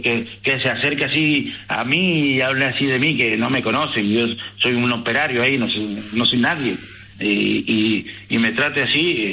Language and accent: Spanish; Argentina; Como argentino, yo creo que es nuestro mejor embajador.